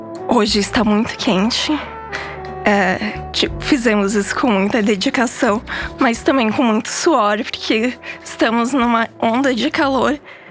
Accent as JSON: {"language": "Portuguese", "country": "Brazil", "moved": "yes", "said": "sim, eu sou do Brasil, não sou do quinto dos infernos."}